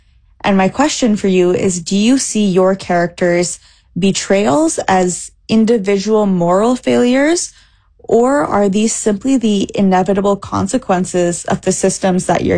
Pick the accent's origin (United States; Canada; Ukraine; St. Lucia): Canada; Toronto, Ontario; born there; as someone who was born in Canada to a Pakistani family